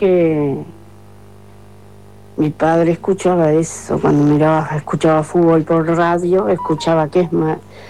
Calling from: Chuy, Rocha, Uruguay; yo soy del Chuy

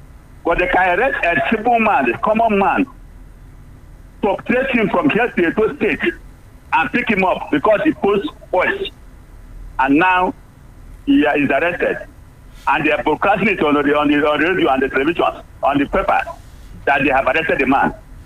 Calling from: Nigeria; calling from Agric.

